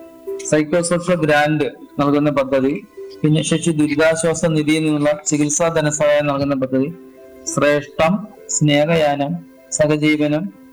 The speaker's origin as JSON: {"language": "Malayalam", "area": "Thiruvananthapuram district", "region": "Kerala", "country": "India", "tie": "born or raised there", "said": "എന്റെ സ്വദേശം തിരുവനന്തപുരം ജില്ലയാണ്, അല്ലമ്പലത്താണ്."}